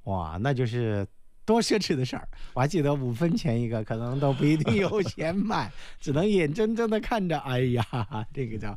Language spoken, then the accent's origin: Chinese; Henan, China; 对，我是河南的